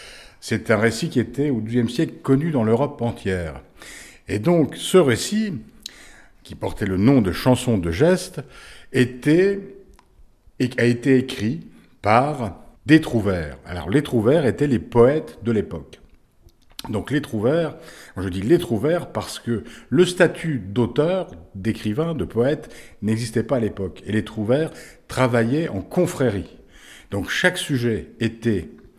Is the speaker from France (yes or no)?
yes; Château-Regnault, Grand Est, France; also born or lived in Charleville; Je suis né à Charleville et j'ai poussé à Château-Regnault, où aussi il y a un site majeur.